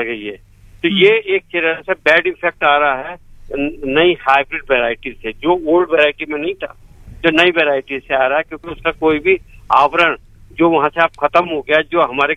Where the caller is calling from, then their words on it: Ghaziabad, Uttar Pradesh, India; मैं गाजियाबाद से बोल रहा हूँ